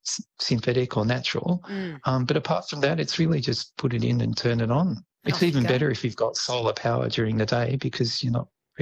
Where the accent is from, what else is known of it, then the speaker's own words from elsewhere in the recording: Australia; being an Australian myself, and particularly materials that are not even mined, they're just found.